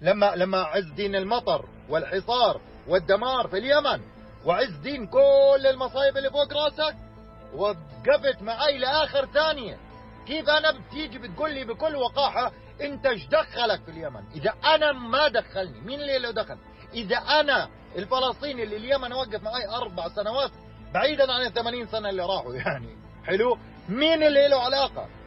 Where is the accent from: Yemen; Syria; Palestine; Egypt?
Palestine; انا كفلسطيني